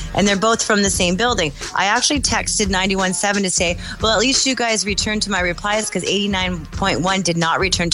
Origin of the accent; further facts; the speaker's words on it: Niagara Falls, Ontario, Canada; I'm from Niagara Falls, Canada.